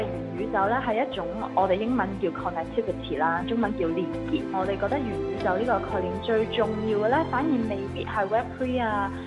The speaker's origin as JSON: {"language": "Cantonese", "country": "Hong Kong", "tie": "born or raised there", "said": "始終我們作為一個土生土長的香港人"}